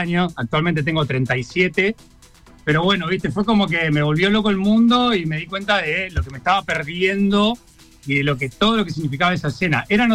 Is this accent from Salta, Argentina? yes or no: no; Comodoro Rivadavia, Chubut, Argentina; moved away as an adult; Soy de Chubut, de Comodoro Rivadavia. Vine acá, bien. Como bien ustedes dijeron, a estudiar licenciatura en Relaciones Públicas.